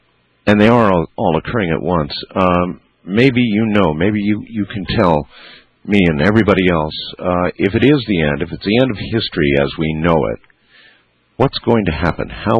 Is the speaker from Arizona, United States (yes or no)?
yes; Arizona, United States; read about my hometown down in Arizona, I guess, huh?